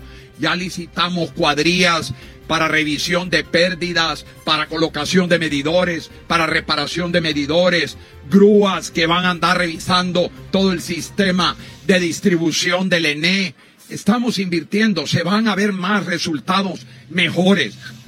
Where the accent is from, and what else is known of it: Honduras